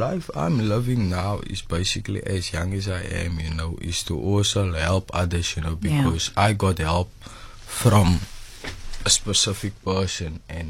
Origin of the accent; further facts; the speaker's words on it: Cape Town, Western Cape, South Africa; born there; I was born in District 6. I was born in District 6.